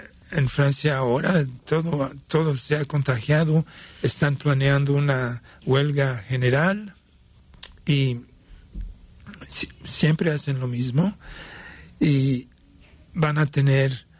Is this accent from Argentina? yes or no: no; Mexico City, Mexico; Yo estaba hablando con un amigo con quien crecí en México DF, y él se había mudado a París